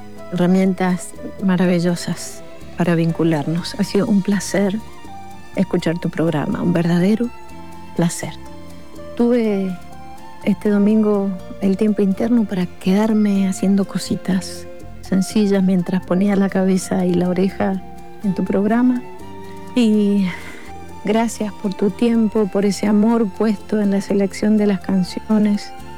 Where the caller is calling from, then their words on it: San Rafael, Mendoza, Argentina; desde San Rafael, Mendoza